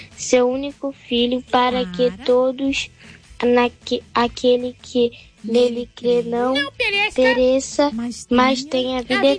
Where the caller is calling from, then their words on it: Rio de Janeiro, Brazil; tenho 9 anos e moro na Mangueira.